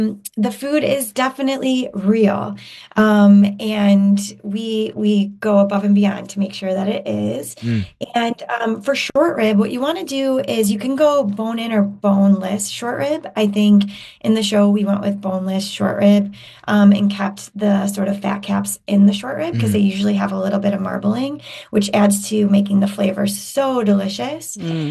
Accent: Chicago, Illinois, United States; I mean, Chris and, you know, we have another brother, and I grew up in Chicago.

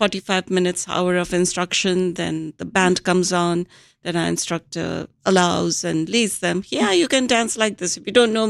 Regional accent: India; now in Chicago, United States; I migrated in 1985 from India. I've been in Chicago since 1990, and I love Chicago

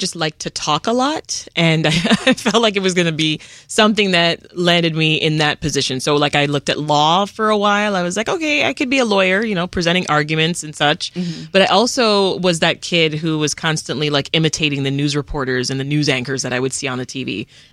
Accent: Jamaica; So I failed to mention that we are a Caribbean household, right? I'm Jamaican.

